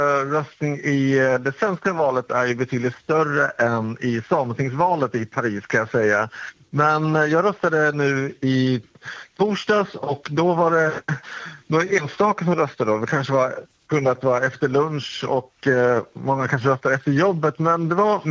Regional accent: Sweden; now in abroad; jag är svensk. Och jag skulle se det som att fast jag bor utomlands så är ändå, jag är svensk och det är svensk pass och svensk nationalitet.

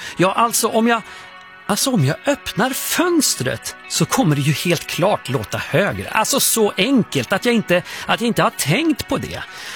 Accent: Övertorp, Sweden; jag tänkte ta ännu en sväng tillbaka i tiden till en vårkänsla från min uppväxt där i Övertorp.

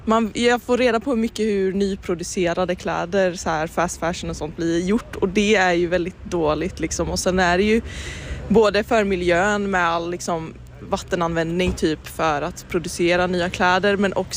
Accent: Kalmar, Kalmar County, Sweden; och jag är från Kalmar.

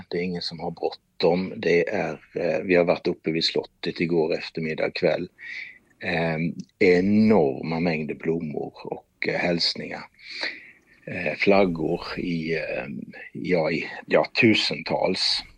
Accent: Norway; moved away

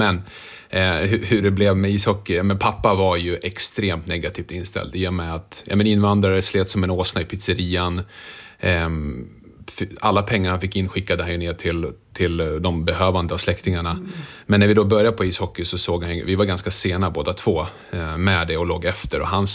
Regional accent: Rättvik, Dalarna County, Sweden; also born or lived in Örnsköldsvik; Vi landade in i Rättvik i och med att det var dit vi blev placerade. Mm. Ett litet samhälle.

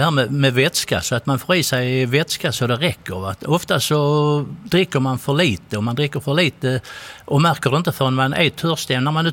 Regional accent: Sweden; Här hemma i Sverige, ja.

